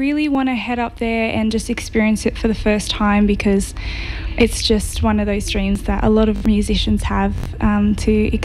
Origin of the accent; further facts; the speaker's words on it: Boorowa, New South Wales, Australia; moved away as an adult; also born or lived in Sydney; now in Goulburn, Australia; Yeah, I grew up in the Boorowa area around there, just outside on a farm. And then I headed up to the big city, Sydney, for a while. And now I'm back in here in Goulburn.